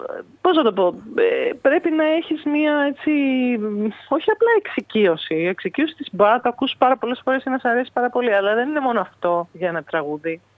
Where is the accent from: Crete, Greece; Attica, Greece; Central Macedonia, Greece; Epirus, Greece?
Attica, Greece; Athens; born there; Εγώ που γεννήθηκα στην Αθήνα και μένω στην Αθήνα.